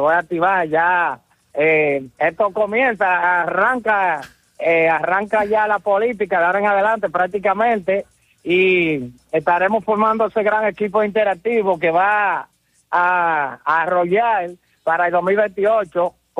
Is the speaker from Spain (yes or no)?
no; Moca, Espaillat, Dominican Republic; Mi hermano, saludo a mi pueblo mocano, saludo a Villa Gómez, este gran equipo de comunicadores.